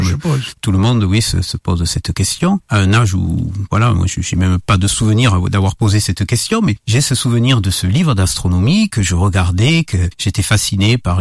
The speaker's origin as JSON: {"language": "French", "region": "Southern France", "country": "France", "accent": "southern French", "said": "à Montpellier, dans le sud de la France, comme peut-être nos auditeurs l'ont remarqué, vu mon accent."}